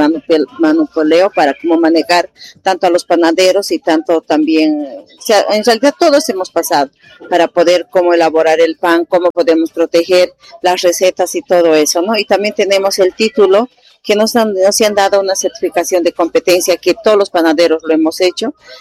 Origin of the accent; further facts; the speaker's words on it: Arani, Cochabamba, Bolivia; now in Cochabamba, Bolivia; es la única que vengo de Arani.